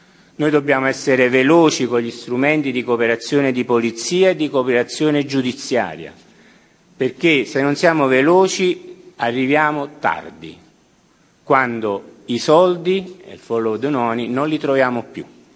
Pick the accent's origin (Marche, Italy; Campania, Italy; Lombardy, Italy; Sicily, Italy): Campania, Italy; Naples; io sono napoletano